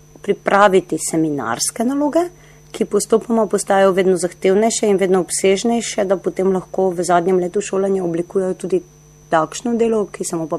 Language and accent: Slovenian; Dokležovje, Pomurska, Slovenia; Rojena sem v Dokležuju, kjer je tudi živi manjša romska skupnost.